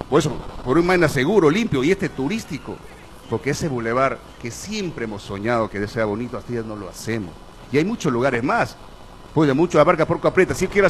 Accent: Iquitos, Loreto, Peru; soy quiteño nato, amo mi tierra.

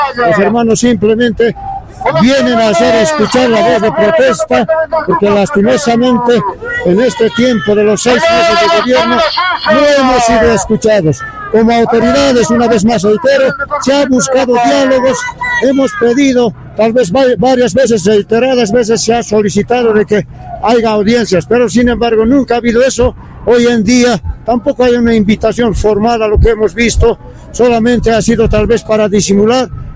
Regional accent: Bolivia

